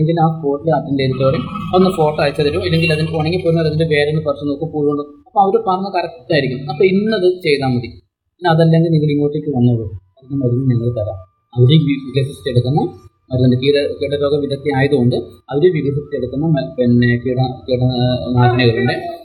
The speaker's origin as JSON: {"language": "Malayalam", "area": "Kannur district", "region": "Kerala", "country": "India"}